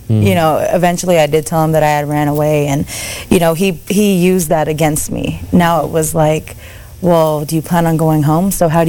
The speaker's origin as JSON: {"language": "English", "town": "San Bernardino", "region": "California", "country": "United States", "tie": "born or raised there", "said": "So I was raised in San Bernardino, California, and at 17, I found out that I was adopted."}